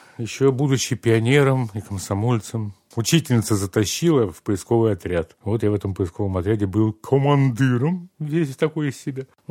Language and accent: Russian; Moscow, Russia; also born or lived in Kyiv; Ну, как сразу? Ну, в 2 годика меня увезли в Москву дед с бабкой.